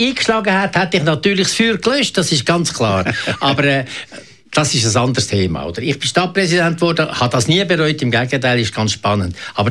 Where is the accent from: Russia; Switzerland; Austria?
Switzerland; Obwalden; Ich komme ja eigentlich aus den Bergen.